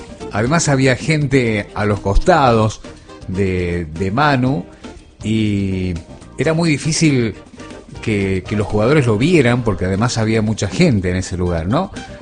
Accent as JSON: {"language": "Spanish", "country": "Argentina"}